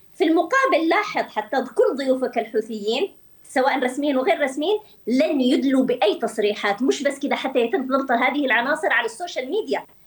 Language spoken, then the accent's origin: Arabic; Yemen; أنا كيمنية